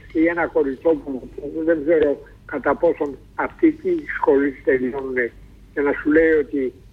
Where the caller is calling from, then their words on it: Cholargos, Attica, Greece; Γιώργο, είμαι από το Χολαργό.